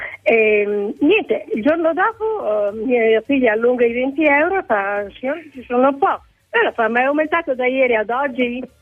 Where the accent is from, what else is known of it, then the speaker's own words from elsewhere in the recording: Mantua, Lombardy, Italy; Sono di Mantova, della zona di Valdaro.